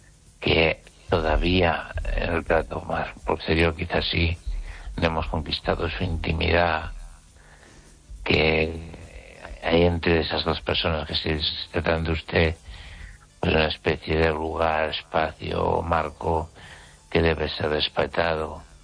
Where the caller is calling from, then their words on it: Catalonia, Spain; desde Cataluña.